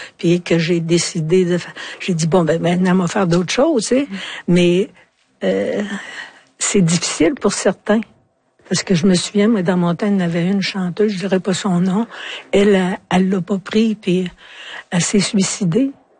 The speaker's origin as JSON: {"language": "French", "region": "Quebec", "country": "Canada", "said": "je viens de l'Abitibi"}